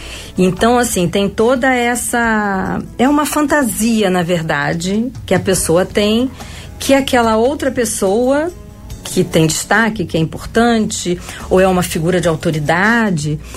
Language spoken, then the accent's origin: Portuguese; Rio de Janeiro, Brazil; Sou formada aqui no Rio, sou carioca